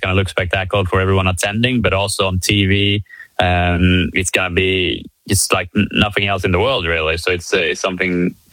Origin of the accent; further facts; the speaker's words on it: Sweden; moved away as an adult; now in United States; not being American, you know, being a Swedish driver, but having lived now 8 years in America